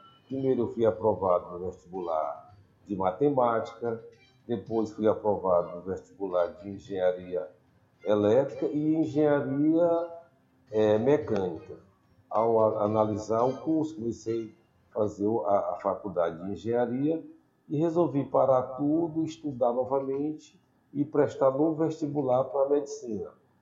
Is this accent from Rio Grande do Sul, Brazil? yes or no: no; Codó, Maranhão, Brazil; Era muito conhecido aqui em Codó. Então, nossa infância e nossa adolescência toda em Codó.